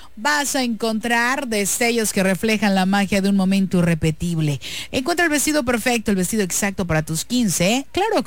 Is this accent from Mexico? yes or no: yes; Mexico; Y bueno, chicos, como buenos mexicanos, ¿por dónde empezamos, producción?